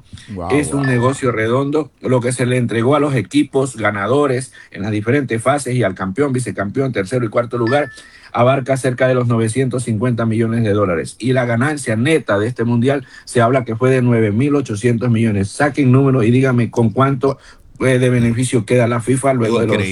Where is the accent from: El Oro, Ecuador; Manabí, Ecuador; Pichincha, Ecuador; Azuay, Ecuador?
El Oro, Ecuador; Machala; moved away as an adult; now in United States; ese corazón que tengo de ser salitroso hasta el tuétano. Yo soy machaleño orense hasta el día que muera y mi país lo llevo con mucho orgullo